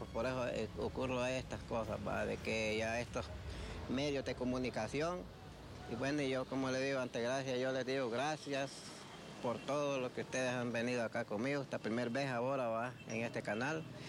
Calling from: Cedros, Francisco Morazán, Honduras; yo vengo de Cedros, de una aldea de la Nueva Concepción. Yo soy pobre

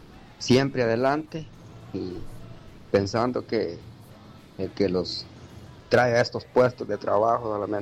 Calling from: El Progreso, Yoro, Honduras; yo soy del Progreso

